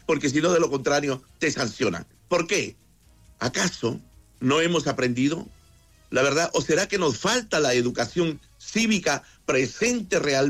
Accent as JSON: {"language": "Spanish", "country": "Chile", "said": "tenemos que sentir que los 365 días del año somos chilenos de corazón"}